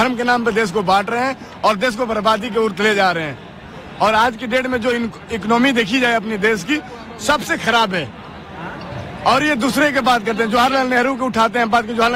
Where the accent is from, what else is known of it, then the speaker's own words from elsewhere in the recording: Bihar, India; हम तो बिहार से हैं जी सर, हम लोग आए हैं बस छात्र अपना संगठन के साथ में आए हैं